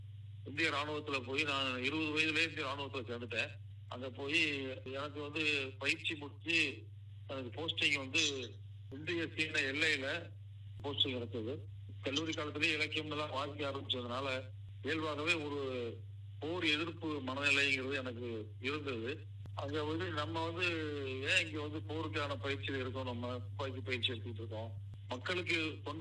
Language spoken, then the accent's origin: Tamil; Nanmeni Mettupatti, Tamil Nadu, India; also born or lived in Nagalapuram; நான் பிறந்த ஊர் வந்து நாகலாபுரம். அப்பா ஊர் வந்து நன்மேனி மேட்டுப்பட்டி விருதுநகர் மாவட்டத்தில் இருக்கிற ஊரு. என்னுடைய இளமை காலம் முழுவதும் நான் நன்மேனி மேட்டுப்பட்டியில தான் நான் இருந்தேன்.